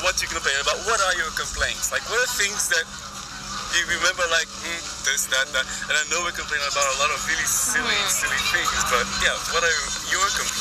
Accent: Brazil; I grew up really poor in Brazil.

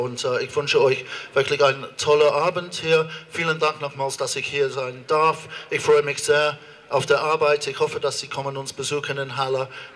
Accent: London, United Kingdom; German is a second language; moved away as an adult; now in Germany; ich komme tatsächlich nicht aus Deutschland, ich komme aus London und ich glaube, ich bin da wirklich der einzige englische Opernintendant Deutschlands.

